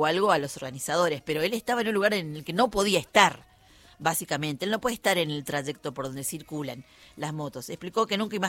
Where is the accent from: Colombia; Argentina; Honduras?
Argentina